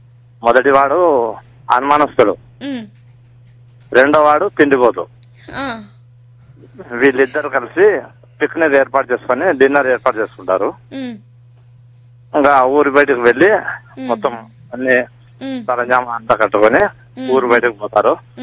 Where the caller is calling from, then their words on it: Kadapa, Andhra Pradesh, India; నేను కడప నుంచి మాట్లాడుతున్నా.